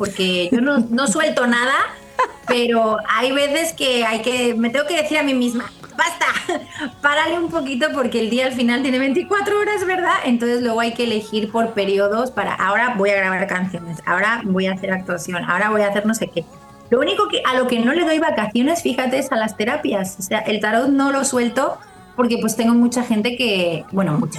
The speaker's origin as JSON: {"language": "Spanish", "country": "Spain", "said": "en España decimos el que mucho abarca, poco aprieta"}